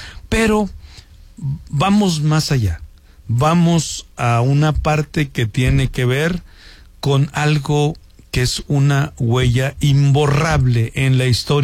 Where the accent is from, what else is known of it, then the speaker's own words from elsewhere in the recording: Mexico; Está constituido prácticamente en una parte que tiene que ver con lo humano, o sea, esa mezcla que somos los mexicanos.